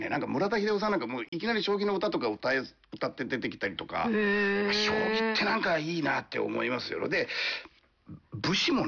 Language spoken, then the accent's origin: Japanese; Iwakuni, Yamaguchi, Japan; 困った時助けるのが俺の役目よちょっとこうね、江戸っ子じゃないけど岩国っ子も意地があるんじゃないですか。